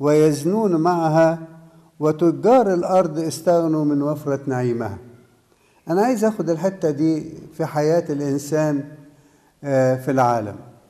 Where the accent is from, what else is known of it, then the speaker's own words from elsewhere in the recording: Upper Egypt, Egypt; moved away; في كان مثل اسمعه وأنا صغير في الصعيد